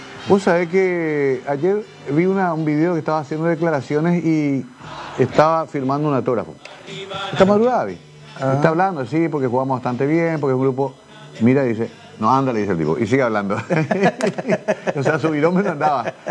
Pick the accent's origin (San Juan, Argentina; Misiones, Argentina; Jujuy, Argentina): San Juan, Argentina; Tengo que, soy un cobarde sanjuanino.